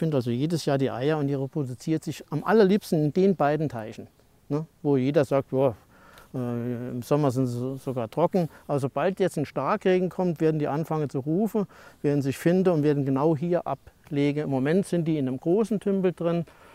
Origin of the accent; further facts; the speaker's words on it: Saarland, Germany; Das ist die einzige Schmetterlingsart, wo wir bei uns im Saarland eigentlich als Laie auch mal eine Puppe sehen können.